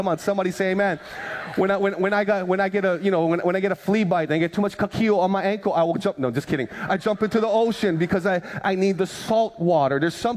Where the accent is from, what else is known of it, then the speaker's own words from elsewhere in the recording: Hawaii, United States; But back when I was growing up on the Big Island, my Filipino grandmother would go to the ice box